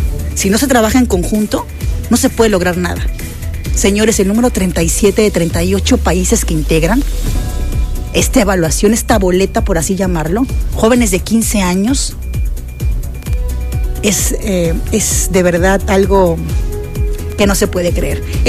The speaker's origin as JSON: {"language": "Spanish", "town": "Poza Rica", "region": "Veracruz", "country": "Mexico", "said": "Hablo de Veracruz porque soy veracruzana, porque soy pozarricense"}